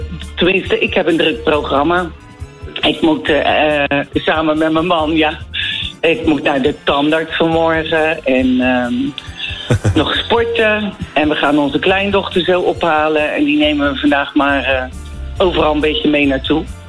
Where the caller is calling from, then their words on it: Schiedam, South Holland, Netherlands